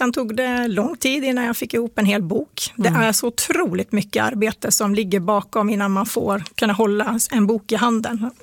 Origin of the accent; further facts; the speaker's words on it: Östersund, Jämtland County, Sweden; born there; Jag är en norrlänning. Ja. Jag är född i Östersund.